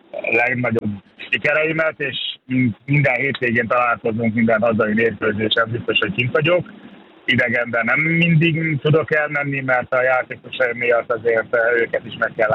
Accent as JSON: {"language": "Hungarian", "town": "Dunaújváros", "region": "Fejér", "country": "Hungary", "tie": "born or raised there", "also_born_or_lived": "Lagos, Nigeria", "said": "Lagosban születtem, Dunaújvárosban nőttem fel."}